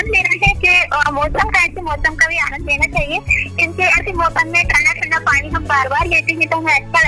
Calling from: Rampur, Uttar Pradesh, India; Sir मैं वैसे तो ककराव के रहने वाली हूँ, मैं गांव से ही।

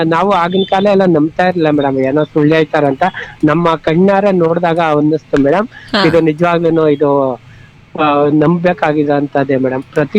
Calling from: Bengaluru, Karnataka, India; ಬೆಂಗಳೂರಿನಿಂದ

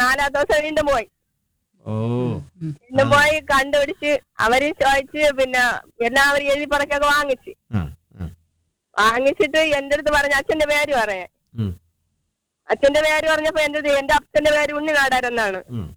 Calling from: Vellarada, Kerala, India; വീട്? വെള്ളറട. വെള്ളറട കഴിഞ്ഞ് കള്ളിമൂട് എന്ന് പറയും.

